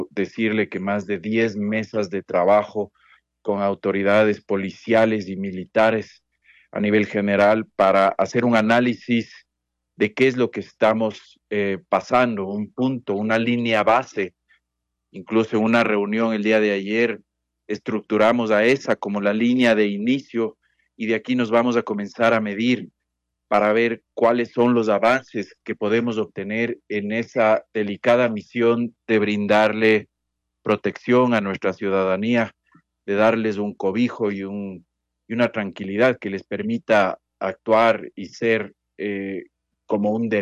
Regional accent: Ambato, Tungurahua, Ecuador; soy una persona muy querendona de mi tierra, de mi Ambato, de mi Tungurahua.

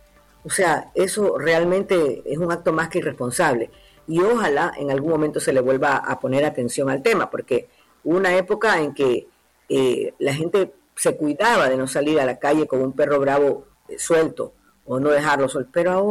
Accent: Ecuador; lo importante yo creo que es que nosotros como ecuatorianos estemos conscientes de ello.

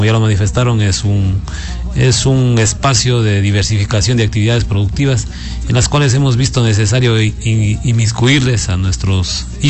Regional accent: Cariamanga, Loja, Ecuador; Somos del sur del país, de un cantón, Calvas, una tierra bonita.

